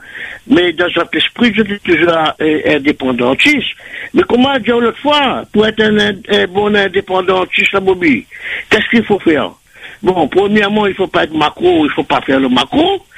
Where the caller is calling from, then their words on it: Réunion; Nous, les Réunionnais, avant tout